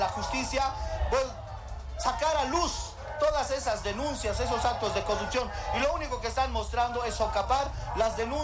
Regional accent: Bolivia; nosotros como bolivianos

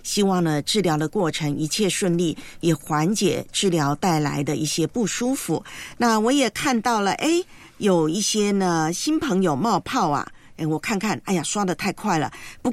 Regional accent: Taiwan; moved away; 的老家呢，我的故乡啊，台湾

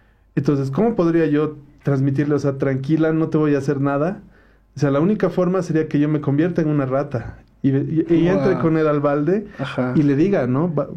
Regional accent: Bolivia; Yo creo que aquí en Bolivia Dios se nos manifiesta como boliviano

